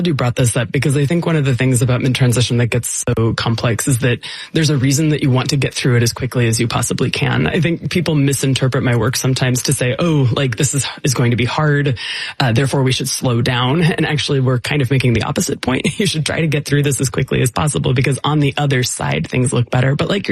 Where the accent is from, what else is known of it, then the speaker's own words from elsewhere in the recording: United States; But it's really funny for me as an American